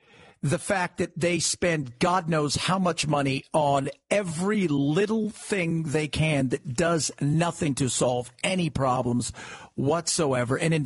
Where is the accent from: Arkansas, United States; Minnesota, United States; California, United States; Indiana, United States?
California, United States; Los Angeles; So Look, I grew up in Los Angeles. Growing up in Southern California